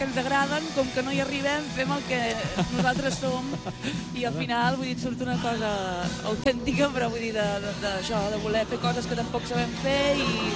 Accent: Arbúcies, Catalonia, Spain; nosaltres som d'Arbúcies, d'un poble del Montseny

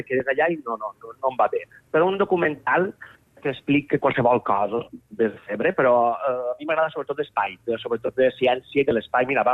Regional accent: Albaida, Valencian Community, Spain; al meu poble heu de visitar, si anau al Baida, el Museu Internacional de Titelles

